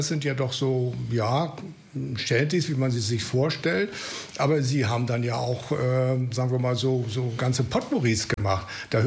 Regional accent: Northern Germany, Germany; wir kennen ja als Norddeutsche immer noch die Haifischbar

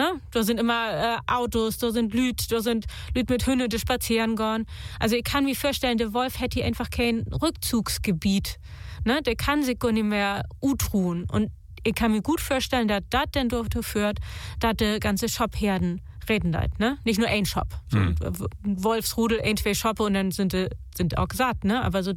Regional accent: Northern Germany, Germany; Das sieht man bei uns in Norddeutschland natürlich nicht so extrem.

